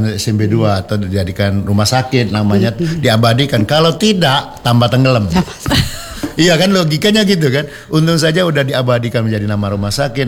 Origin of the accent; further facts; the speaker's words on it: Palembang, South Sumatra, Indonesia; sebagai orang Sumatera Selatan dan Palembang khususnya ya.